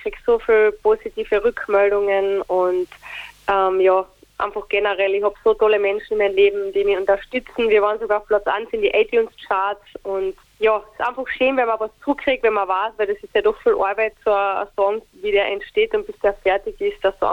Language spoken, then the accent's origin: German; Carinthia, Austria; Heimat bedeutet für mich der Wörthersee einfach. Sobald ich den Wörthersee sehe, weiß ich, das ist meine Heimat, ich bin da und macht mich einfach glücklich.